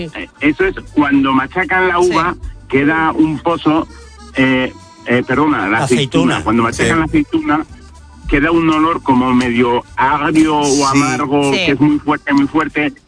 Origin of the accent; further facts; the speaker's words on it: Pamplona, Navarre, Spain; Mi olor es un olor un poco especial, pero yo soy de Pamplona